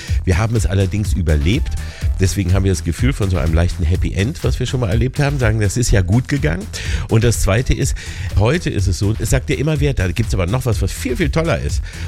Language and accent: German; Lower Saxony, Germany; Hallo nach Niedersachsen, meine alte Heimat.